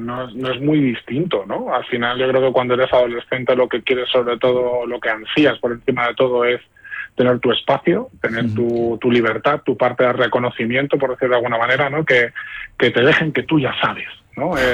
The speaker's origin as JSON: {"language": "Spanish", "town": "Fuenlabrada", "region": "Community of Madrid", "country": "Spain", "said": "Ahora Fuenlabrada, pues bueno, ya es una ciudad muy cosmopolita, más de 200.000 habitantes, vivimos aquí, y yo también soy de Fuenla, soy fuenlabreño"}